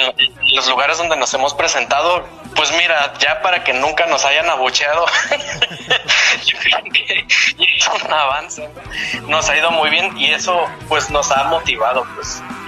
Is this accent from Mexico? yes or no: yes; La Paz, Baja California Sur, Mexico; somos de La Paz, acá Baja California Sur, para los que no lo saben, y pues no, hombre, estamos muchos kilómetros